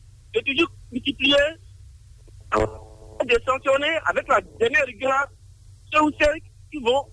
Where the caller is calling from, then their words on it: Cotonou, Littoral, Benin; Je vous appelle de Tipadi, à Cotonou.